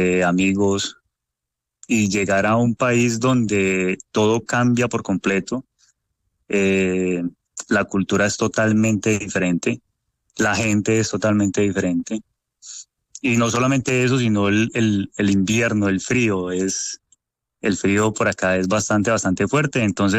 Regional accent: Colombia; now in Canada; toda la fuerza, todo el positivismo que nos caracteriza a nosotros como colombianos.

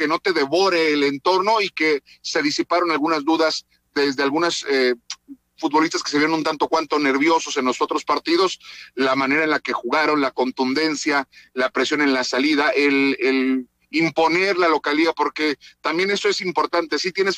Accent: Mexico; Hay pocas cosas que como mexicanos nos identifican de esa manera

